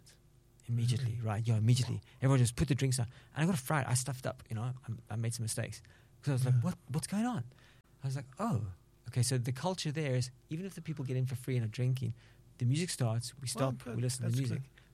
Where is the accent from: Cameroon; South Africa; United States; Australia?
South Africa; I remember, as a South African jazz musician